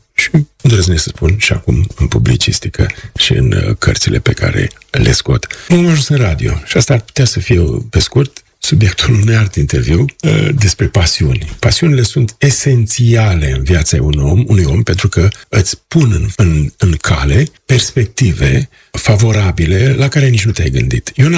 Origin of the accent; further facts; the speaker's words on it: Cârja, Vaslui County, Romania; moved away; primarul de acolo a copilărit în Cârja, în satul meu